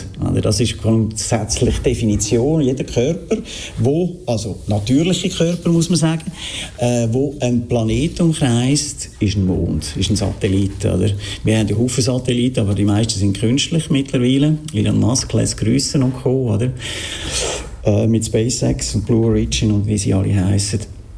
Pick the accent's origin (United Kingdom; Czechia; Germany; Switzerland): Switzerland; Also gut, bei uns in der Schweiz gibt es eigentlich keinen wirklich guten mehr